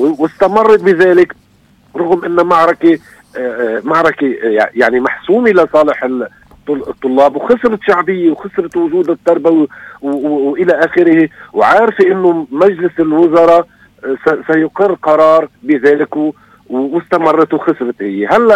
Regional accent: Lebanon; أنا كإنسان لبناني بيهمني يكون في سيادة حقيقية،

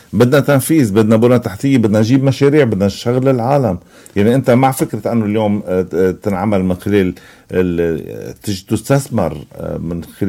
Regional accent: North Governorate, Lebanon; أنا يعني شمالي وبطرابلس

